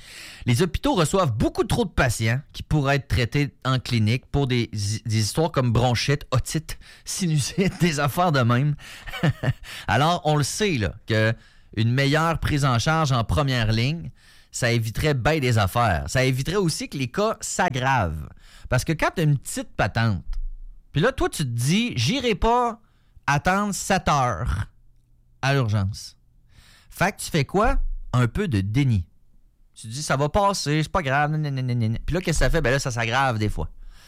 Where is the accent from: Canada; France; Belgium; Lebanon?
Canada; Quebec City, Quebec; born there